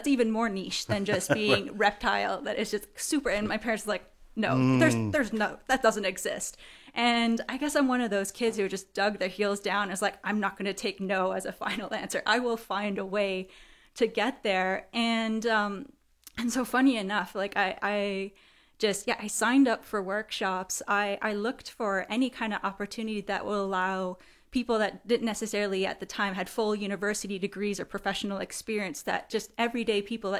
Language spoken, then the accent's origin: English; Toronto, Ontario, Canada; my hometown of Toronto.